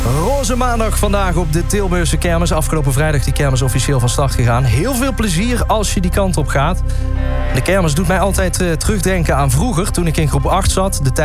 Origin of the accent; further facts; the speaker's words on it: Deurne, North Brabant, Netherlands; in Deurne, waar ik ben opgegroeid.